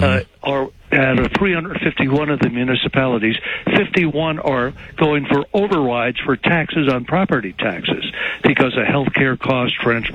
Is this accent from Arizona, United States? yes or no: no; New City, New York, United States; now in Massachusetts, United States; I'm originally from Rockland County in New City. So I've been listening to you.